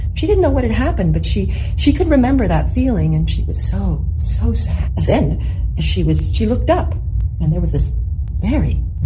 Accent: British Columbia, Canada; I'm from Vancouver Island, Canada.

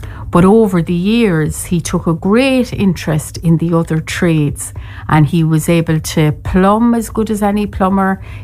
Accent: Cork, Munster, Ireland; Hello everybody … I am the storyteller from Cork and I'm in studio this week with Sean

